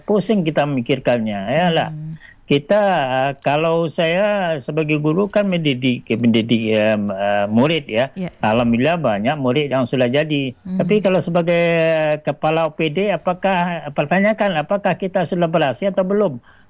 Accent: Padang, West Sumatra, Indonesia; saya warga Kota Padang juga

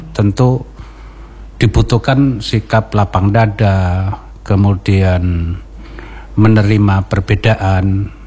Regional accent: Java, Indonesia; Saya ini orang Jawa tapi saya suka.

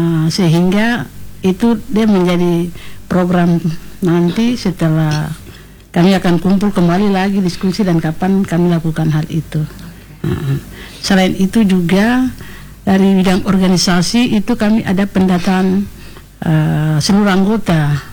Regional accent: Ambon, Maluku, Indonesia; Kita suku Ambon kan ada yang beragama Kristen Katolik, ada juga yang Kristen, beragama Protestan.

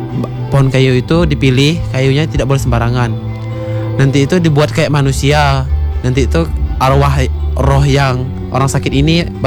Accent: West Kalimantan, Indonesia; now in Sintang, Indonesia; kalau asal saya itu dari Kecamatan Ketengo Hilir. Desa saya Desa Semuntai, lebih tepatnya saya berada di Dusun Sungai Putih dan saya berada di ujung dusunnya lagi kampung saya. Nama kampung saya Rembai.

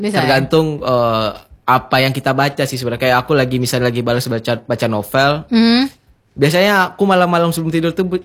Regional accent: West Sumatra, Indonesia; Dan belatar belakang di Sumatera Barat, kebetulan aku orang Sumbar kan.

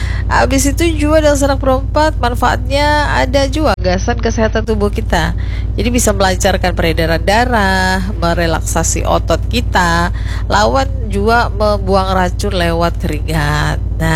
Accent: Banjar, South Kalimantan, Indonesia; aku orang Banjar

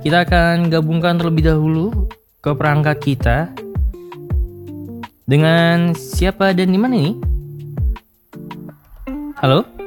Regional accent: Bekasi, West Java, Indonesia; now in Padang, Indonesia; Aku orang Bekasi.

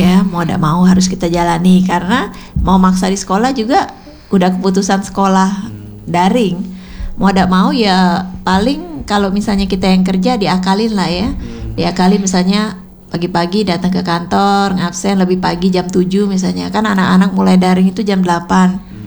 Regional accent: Palembang, South Sumatra, Indonesia; Padahal kita orang Palembang ya.

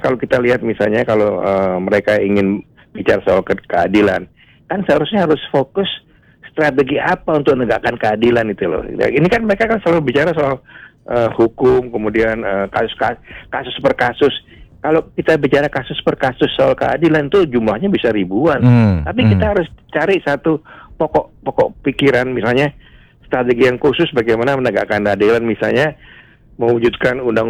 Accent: Yogyakarta, Special Region of Yogyakarta, Indonesia; born there; Karena mungkin karena saya lahir di Yogyakarta.

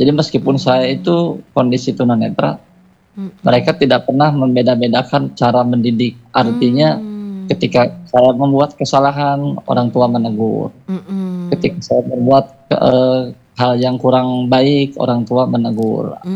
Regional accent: Majalengka, West Java, Indonesia; also born or lived in Bandung / Cirebon; Saya asli dari Majalengka. Saya sekolah di Majalengka kira-kira sampai SMP, lalu SMA saya pindah ke Bandung.

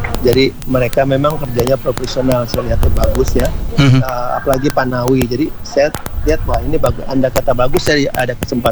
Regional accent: Manado, North Sulawesi, Indonesia; Iya betul, kita dari Manado.

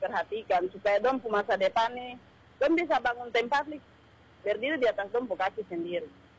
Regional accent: Nabire, Central Papua, Indonesia; sebagai anak Nabire

